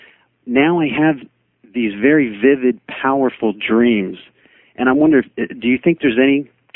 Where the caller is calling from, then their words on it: West Palm Beach, Florida, United States; West Palm Beach, Florida.